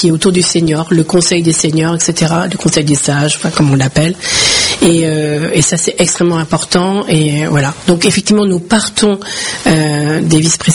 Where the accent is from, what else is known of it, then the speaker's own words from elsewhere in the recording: France; nous sommes Français avant tout.